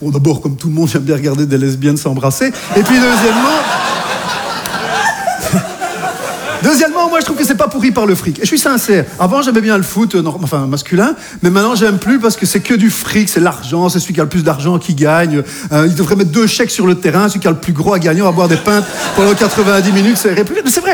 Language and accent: French; Belgium; now in France; moi je suis un vrai Européen à ce niveau-là, je connais, je veux dire, je suis belge, j'habite en France